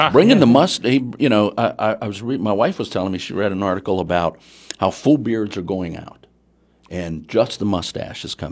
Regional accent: Wheeling, West Virginia, United States; I grew up in Wheeling.

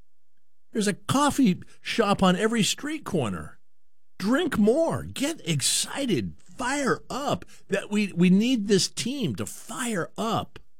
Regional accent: Pacific Northwest, United States; You know, I grew up here in the Northwest. When I returned to Seattle and the Pacific Northwest back in 2015, my first thought was, where's the energy?

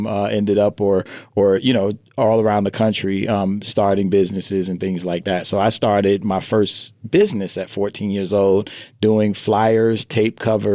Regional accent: Brooklyn, New York, United States; So in my neighborhood, growing up in Bedford-Stuyvesant, everybody knows … grew up there … grew up there, but they I'm older than both of them, so they grew up in my neighborhood.

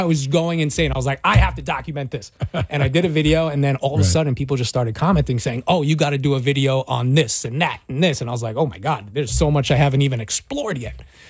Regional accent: New York City, New York, United States; moved away as an adult; also born or lived in Staten Island, New York; now in New Jersey, United States; I grew up my whole life, Brooklyn, New York, Bensonhurst, Brooklyn.

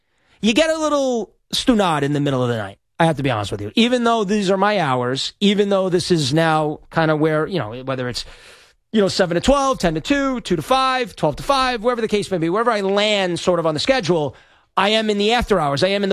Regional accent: Long Island, New York, United States; because I'm from Long Island

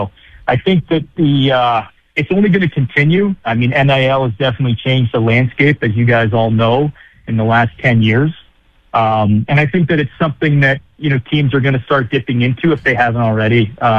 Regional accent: Connecticut, United States; I'm from Connecticut. I'm a dual citizen, I was a young man that didn't have any Division I football offers coming out of a small town in Connecticut.

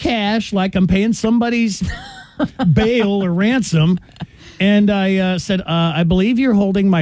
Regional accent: Denver, Colorado, United States; now in Dover, New Hampshire, United States; I grew up in Denver, right?

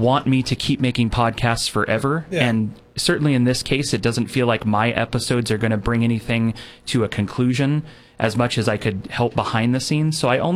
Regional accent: California, United States; I grew up in Orchid, and okay. That's where I was born and raised. But my dad moved to California from Louisiana.

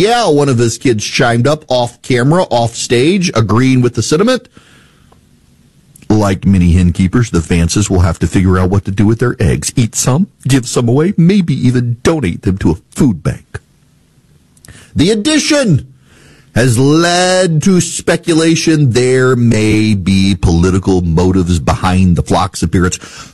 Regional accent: Dubai, United Arab Emirates; born or raised there; moved away

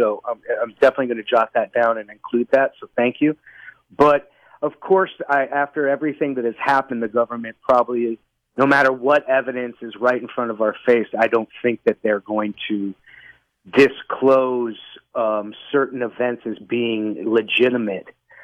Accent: Kankakee, Illinois, United States; born there; Kankakee, Illinois. Yes, I was. It's referred to now as Bourbonus or Bourbon A, but yes, I was born in Kankakee.

